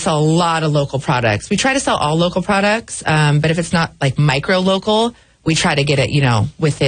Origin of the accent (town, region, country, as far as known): Santa Margarita, California, United States; born or raised there